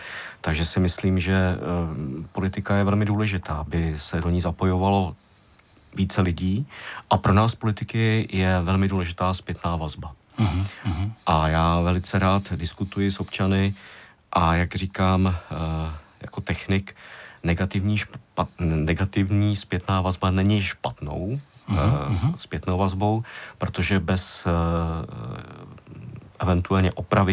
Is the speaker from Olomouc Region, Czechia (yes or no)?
no; Vysočina Region, Czechia; já jsem hrdý z Vysočiny, takže já to teď zmiňuji takhle široce.